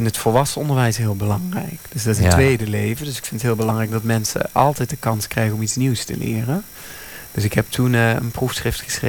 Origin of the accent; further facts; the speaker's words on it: Grave, North Brabant, Netherlands; now in Vught, Netherlands; Nee, ik kom uit Grave, een vestingstadje aan de Maas. Daar ben ik geboren.